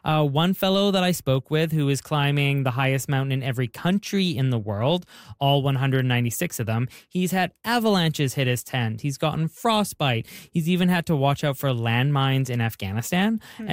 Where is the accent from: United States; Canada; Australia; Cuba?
Canada; Jasper, Alberta; probably because I grew up in Jasper National Park, which is right smack in the middle of the Canadian Rockies in Alberta.